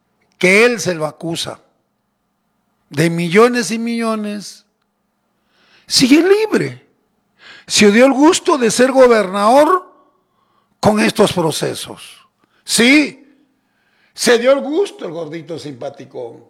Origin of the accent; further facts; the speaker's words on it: Ilabaya, Tacna, Peru; Me están escribiendo de mi tierra y la valla.